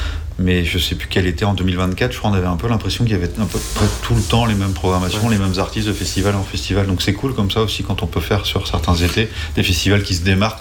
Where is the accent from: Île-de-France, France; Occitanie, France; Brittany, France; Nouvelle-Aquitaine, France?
Brittany, France